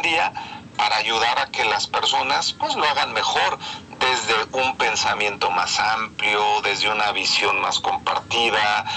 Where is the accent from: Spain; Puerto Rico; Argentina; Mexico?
Mexico; moved away as an adult; now in Germany; como mexicano que ya tiene pues más de 15 años viviendo fuera del país, en Alemania específicamente.